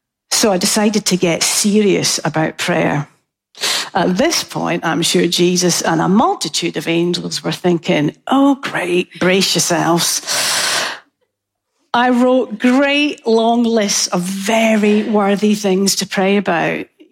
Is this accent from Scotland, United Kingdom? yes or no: yes; Scotland, United Kingdom; I'm Scottish and a bargain hunter